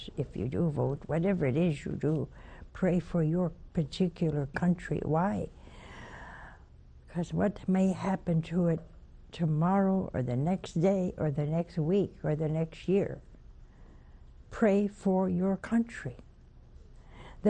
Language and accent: English; United States; Everybody gonna think I'm Irish, and I'm not. I'm Italian. But I prayed for any other country. They think I was from that country. No, I'm not. I'm an American.